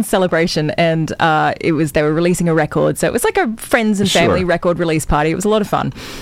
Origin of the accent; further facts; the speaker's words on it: Australia; And we're Australian. Like, we rarely eat indoors.